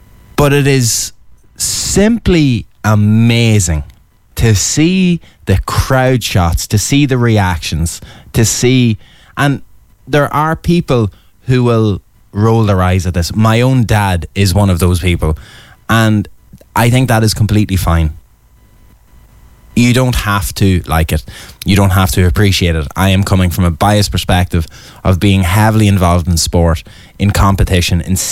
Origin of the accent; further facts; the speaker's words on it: Barcelona, Catalonia, Spain; We're from Barcelona. I'm from Barcelona here on 8radio.com.